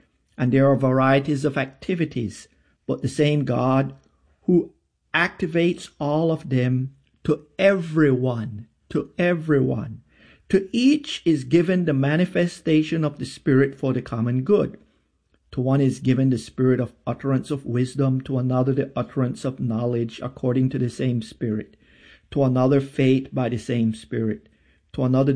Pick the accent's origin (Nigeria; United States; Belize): Belize; moved away; I'm originally from Belize.